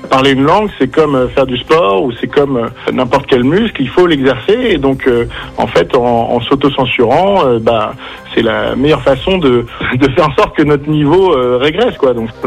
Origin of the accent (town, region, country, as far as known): France